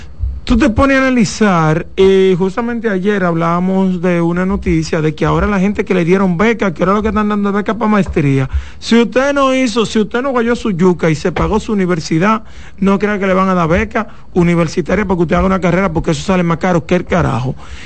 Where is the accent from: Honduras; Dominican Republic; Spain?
Dominican Republic; nosotros como dominicanos hemos repetido lo mismo.